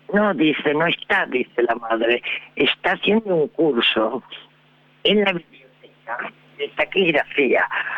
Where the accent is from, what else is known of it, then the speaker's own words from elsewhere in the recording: Formosa, Argentina; moved away as an adult; now in Buenos Aires, Argentina; yo nací en Formosa, soy formoseña, pero hice el secundario allá y me vine para Buenos Aires hace 53 años, más o menos estoy en Buenos Aires.